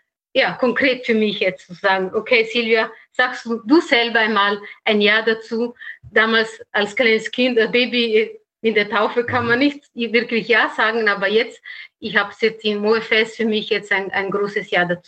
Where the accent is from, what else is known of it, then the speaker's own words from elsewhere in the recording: Italy; German is a second language; moved away; nicht Österreicherin bin, sondern bin Italienerin.